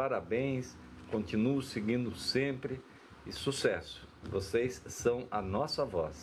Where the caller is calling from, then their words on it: São Luís, Maranhão, Brazil; São Luís do Maranhão.